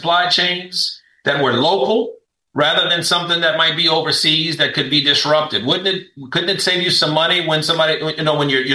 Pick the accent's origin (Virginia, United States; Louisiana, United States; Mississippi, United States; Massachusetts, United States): Louisiana, United States; Lafayette; also born or lived in Houston, Texas; And so I was born in Houston. And I think it was very short after my mom realized she needed some help. And so they moved back to Lafayette, Louisiana, where she was born and raised.